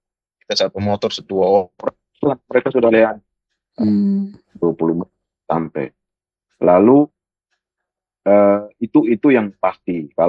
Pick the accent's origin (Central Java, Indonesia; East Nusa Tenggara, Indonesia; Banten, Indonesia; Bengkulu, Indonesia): East Nusa Tenggara, Indonesia; Letbaun; Tradisional di Embung Uikiban di Desa Letbaun. Salah satu embung terbesar di Pulau Semau itu ada di desa saya.